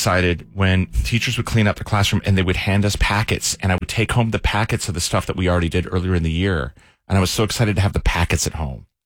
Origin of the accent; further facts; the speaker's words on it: Columbia, Maryland, United States; I grew up in Maryland, Columbia, Maryland.